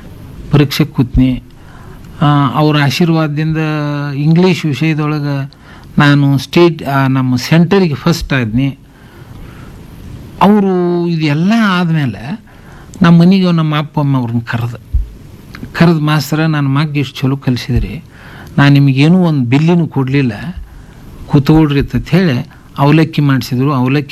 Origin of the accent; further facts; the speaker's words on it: Karnataka, India; ನಮಗೆ ನಮ್ಮ ಊರು ಬನ ಟಿ ಸಣ್ಣದ